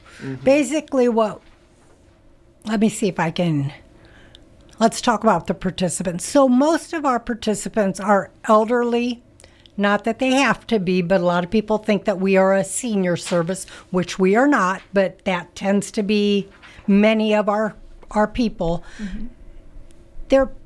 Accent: Indiana, United States; moved away; I'm from Indiana

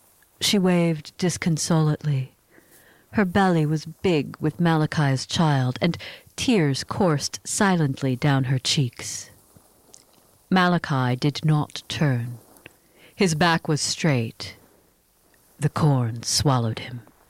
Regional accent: Midwest, United States; I was born and raised in the Midwest, a child of the corn.

